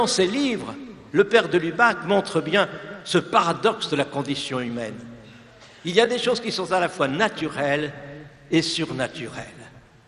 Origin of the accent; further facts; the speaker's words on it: Cambrai, Hauts-de-France, France; Je viens de Cambrai